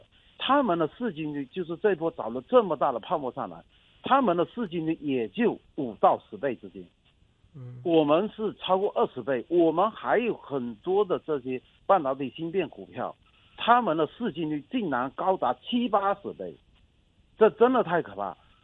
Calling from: Shanghai, China

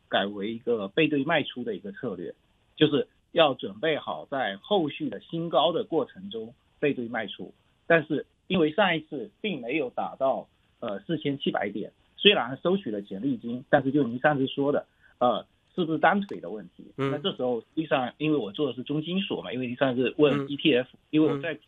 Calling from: Fuzhou, Fujian, China

